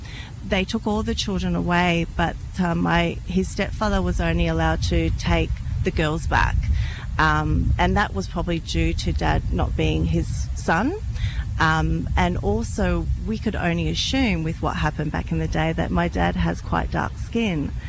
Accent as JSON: {"language": "English", "town": "Canberra", "region": "Australian Capital Territory", "country": "Australia", "tie": "born or raised there", "said": "Actually, when I was growing up in Canberra, I couldn't even tell you who they were"}